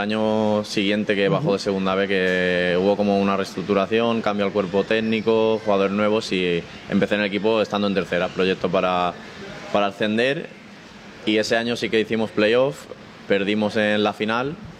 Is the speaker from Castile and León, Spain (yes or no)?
no; Son Servera, Balearic Islands, Spain; also born or lived in Palma; De Sonservera, nací en Manacor porque es el hospital que está más cerca de referencia, pero soy de Sonservera, de un pueblito pequeño, de Mallorca.